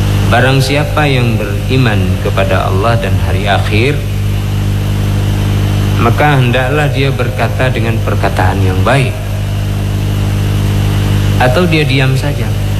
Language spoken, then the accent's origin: Indonesian; Aceh, Indonesia; rasa kita orang Aceh